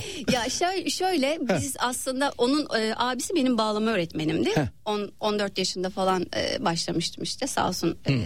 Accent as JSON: {"language": "Turkish", "region": "İzmir", "country": "Turkey", "tie": "born or raised there", "also_born_or_lived": "Tatvan, Bitlis", "said": "Ben İzmir'de büyüdüm. Babam Ziraat Bankası'ndan emekli. Dolayısıyla işte Afyon Daskarı, Dinar depremiyle beraber bir İzmir macerası."}